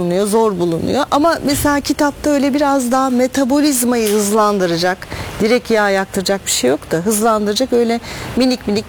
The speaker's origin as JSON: {"language": "Turkish", "region": "Istanbul", "country": "Turkey", "tie": "born there", "said": "ben İstanbul doğumluyum"}